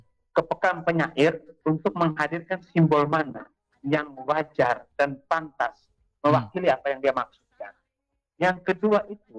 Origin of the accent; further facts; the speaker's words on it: Kupang, East Nusa Tenggara, Indonesia; kita orang Kupang